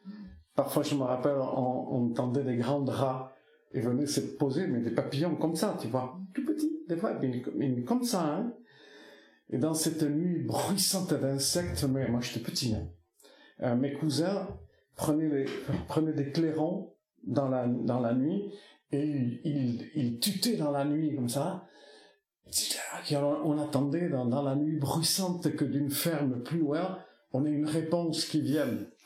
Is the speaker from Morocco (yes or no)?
no; Basque Country, France; first language Basque; French is a second language; j'ai grandi dans la culture basque. C'est-à-dire que ma première langue a été l'euskara, comme on dit, qui est une, ma langue maternelle, celle de mes enfants aussi, qui ont grandi dans cette langue.